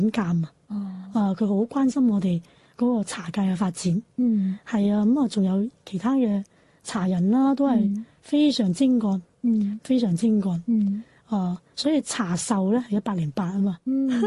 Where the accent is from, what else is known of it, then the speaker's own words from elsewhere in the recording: Lingnan, China; 我哋岭南